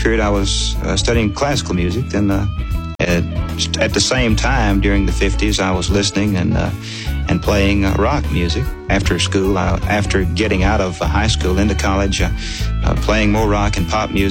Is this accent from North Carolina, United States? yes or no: yes; Robbinsville, North Carolina, United States; also born or lived in Raleigh; In the very beginning, I grew up in the Smoky Mountains of western North Carolina in Robbinsville, right up against Knoxville, Tennessee, on country and bluegrass, hillbilly.